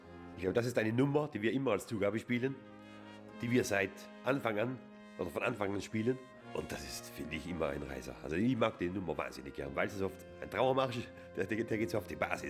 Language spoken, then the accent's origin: German; Innervillgraten, Tyrol, Austria; moved away; wir alle aufgewachsen sind in Innerfilgarten, mehr oder weniger, also der Großteil von uns.